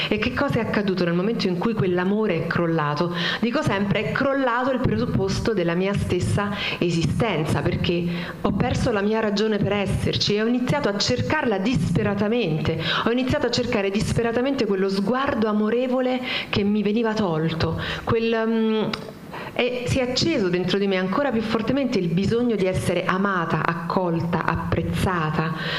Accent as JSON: {"language": "Italian", "town": "Salerno", "region": "Campania", "country": "Italy", "tie": "born there", "said": "Sono nata nel 1972 a Salerno da una famiglia cattolica che mi ha fatto battezzare"}